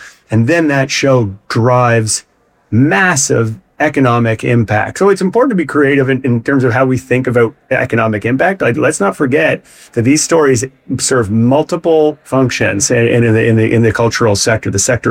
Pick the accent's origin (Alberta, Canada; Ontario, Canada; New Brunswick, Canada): New Brunswick, Canada; Fredericton; Fredericton right now in my hometown, Come From Away showing in Fredericton